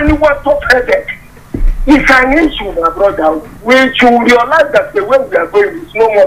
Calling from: Nigeria; as a Nigerian

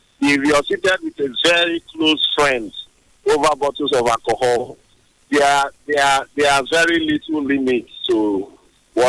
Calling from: Port Harcourt, Rivers, Nigeria; I'm calling from Port Harcourt.

